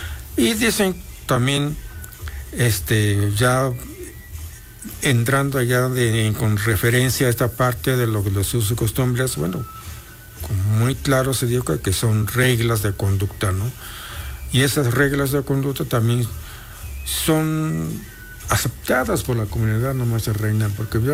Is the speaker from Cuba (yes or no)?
no; Mixteca, Mexico; moved away; allá en mi pueblo, la región mixteca